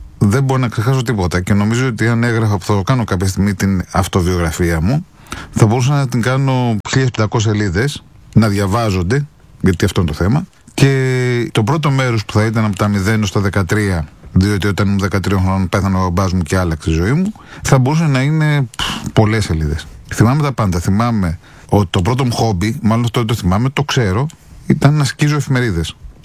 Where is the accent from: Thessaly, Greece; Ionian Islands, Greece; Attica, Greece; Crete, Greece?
Attica, Greece; Athens; born there; Γεννήθηκα στο Μευτήριο Έλενα στην Αθήνα στις 3 Αυγούστου 1966.